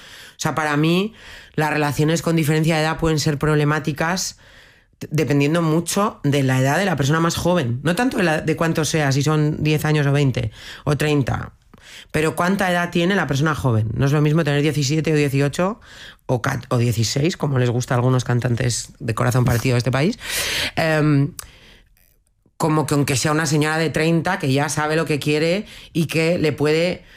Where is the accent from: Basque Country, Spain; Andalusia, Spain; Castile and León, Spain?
Basque Country, Spain; Bilbao; Y en esto igual soy un poco vasca de siglo XX.